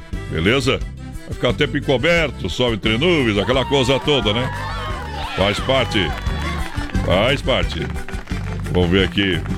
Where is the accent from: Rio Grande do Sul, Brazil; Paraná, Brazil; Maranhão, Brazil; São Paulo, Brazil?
Rio Grande do Sul, Brazil; Passo Fundo; Sou gaúcho de Passo Fun